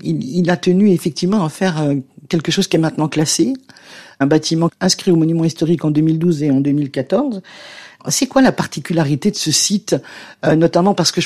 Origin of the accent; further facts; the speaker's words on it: Charleville-Mézières, Grand Est, France; born there; moi aussi je suis de Mézières, née à Mézières, pas à Charleville